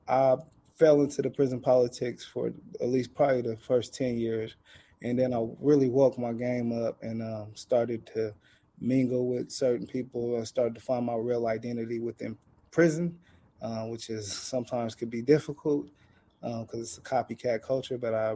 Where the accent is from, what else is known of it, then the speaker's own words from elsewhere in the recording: Portland, Oregon, United States; I'm from beautiful Portland, Oregon.